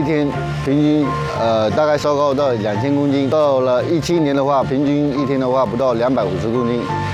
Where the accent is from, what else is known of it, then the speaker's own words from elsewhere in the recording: Xiamen, Fujian, China; 我们厦门那边